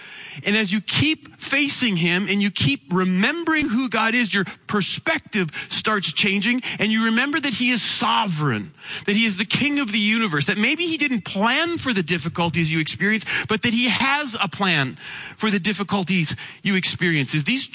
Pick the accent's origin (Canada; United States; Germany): Canada; As a Canadian kid, I grew up on three channels, two of them that were fuzzy and one of them that wasn't.